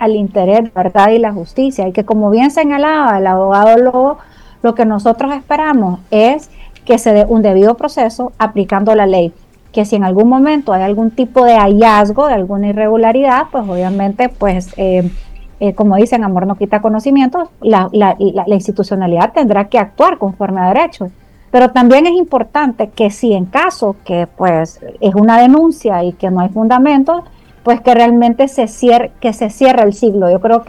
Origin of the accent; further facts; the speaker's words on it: Honduras; como buenos hondureños y hondureñas